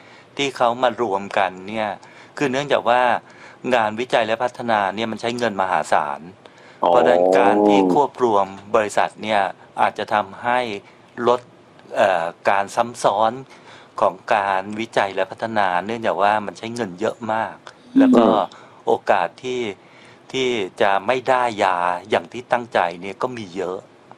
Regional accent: Bangkok, Thailand; เราเป็นเด็กกรุงเทพ

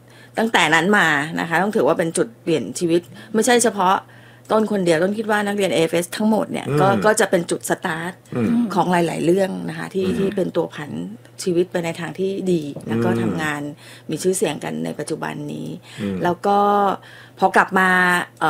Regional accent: Bangkok, Thailand; born there; now in Nonthaburi, Thailand; ไม่ค่ะจะเกิดกรุงเทพนี่

